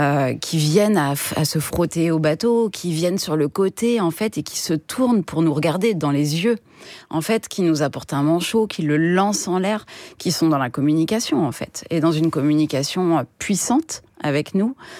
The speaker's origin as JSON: {"language": "French", "town": "Troyes", "region": "Grand Est", "country": "France", "tie": "born or raised there", "also_born_or_lived": "Paris"}